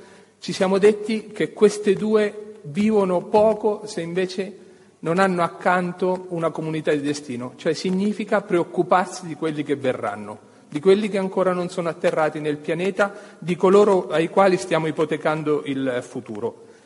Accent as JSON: {"language": "Italian", "region": "Marche", "country": "Italy", "said": "non riesco a fare l'accento toscano perché sono marchigiano"}